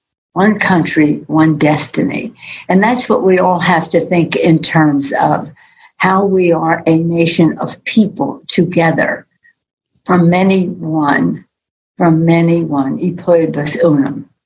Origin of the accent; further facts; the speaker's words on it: Baltimore, Maryland, United States; now in San Francisco, United States; born and raised in Baltimore, now represent San Francisco